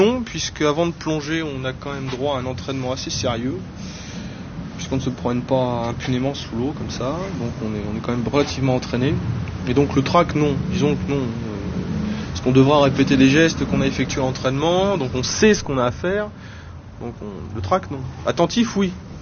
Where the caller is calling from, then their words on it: Maisons-Alfort, Île-de-France, France; À Maison-Alfort, dans le Val-de-Marne, en banlieue parisienne.